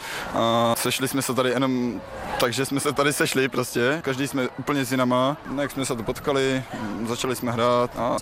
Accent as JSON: {"language": "Czech", "town": "Velká nad Veličkou", "region": "South Moravian Region", "country": "Czechia", "said": "S Velké nad Veličkou, Horňácko."}